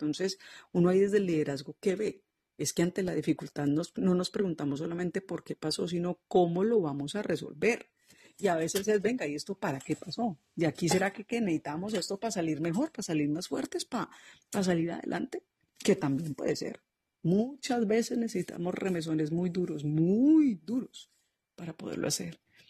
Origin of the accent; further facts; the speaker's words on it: Colombia; reconocernos como colombianos